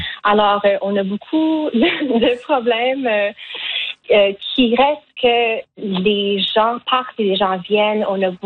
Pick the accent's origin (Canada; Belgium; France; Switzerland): Canada; Acadia; born there; accent: Acadian (Chiac); first language French; moved away as an adult; also born or lived in Montreal; now in Northwest Territories, Canada; moi, en tant que personne qui a été née en Acadie, moi, je ne trouve pas que mon accent est laid. Je trouve que mon français, tu sais, j'ai grandi entre deux langues